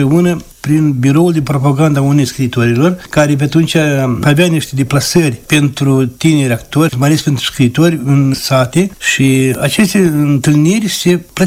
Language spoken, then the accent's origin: Romanian; Moldova; Eram populat în Moldova aici de peste prut